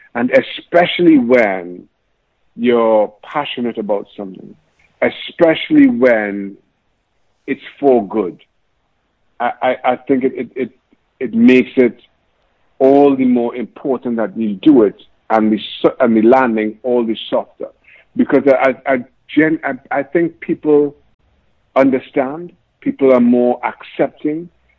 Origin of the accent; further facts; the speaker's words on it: Diego Martin, Trinidad & Tobago; growing up in Trinidad, grew up in the Northwest, town called Diego Martin